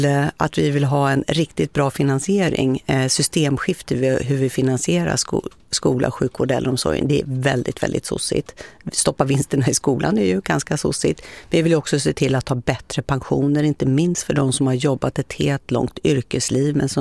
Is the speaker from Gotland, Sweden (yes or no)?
no; Uppsala, Uppsala County, Sweden; now in Stockholm, Sweden; när jag växte upp i Uppsala var Sirius inte bra i fotboll. De var ju liksom inte ens med i Allsvenskan. Så att, och sen flyttade jag till Stockholm, så flyttade jag till Söder